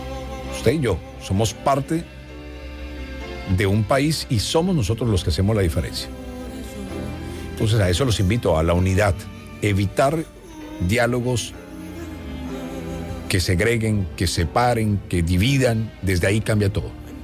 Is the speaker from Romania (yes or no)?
no; Colombia; Eso es lo que tenemos que hacer como colombianos ahora mismo.